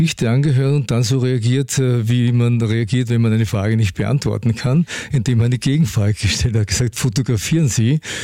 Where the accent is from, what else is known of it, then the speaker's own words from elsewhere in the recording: St. Peter in der Au, Lower Austria, Austria; born there; moved away; Ich bin nämlich in dem Haus auch geboren. Ich bin auch eine Hebammengeburt.